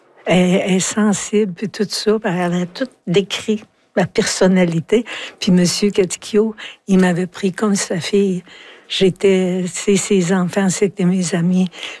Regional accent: Quebec, Canada; Mais tu sais, je viens de l'Abitibi.

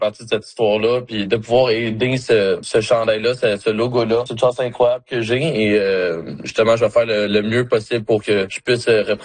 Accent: Quebec, Canada; en tant que Québécois

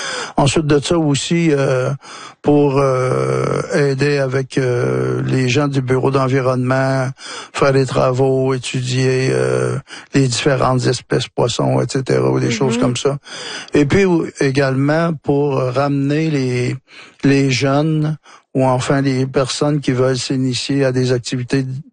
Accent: Trois-Rivières, Quebec, Canada; born there; also born or lived in Wôlinak; mon père est originaire de Wahinak. Je suis né à Trois-Rivières, mais on passait tous nos étés le long de la rivière. Là, mon père avait de la famille sur la communauté à l'époque.

